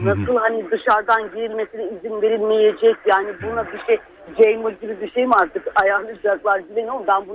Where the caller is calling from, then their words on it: Istanbul, Turkey; ben Eyüp Sultan'dan arıyorum.